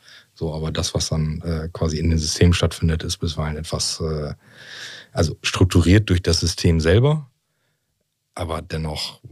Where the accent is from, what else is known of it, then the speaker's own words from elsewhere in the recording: Wilhelmshaven, Lower Saxony, Germany; now in Osnabrück, Germany; ich komme aus Wilhelmshaven